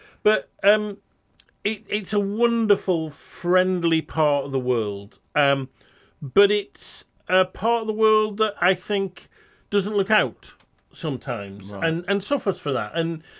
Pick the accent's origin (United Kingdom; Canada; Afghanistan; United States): United Kingdom; Draycott in the Moors, West Midlands; moved away as an adult; I grew up there on the edge of Stoke-on-Trent. And actually, although I'm not from the Black Country, in a way it feels like home, because I think our history's a bit dead similar. Working class area